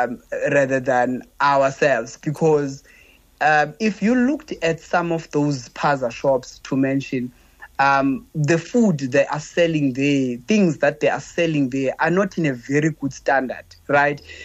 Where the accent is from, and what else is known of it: South Africa